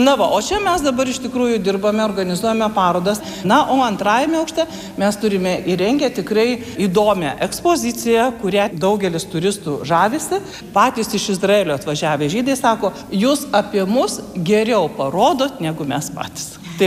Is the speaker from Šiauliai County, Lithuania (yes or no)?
no; Kėdainiai, Kaunas County, Lithuania; Ich bin Kėdainer, aš esu kėdainietis.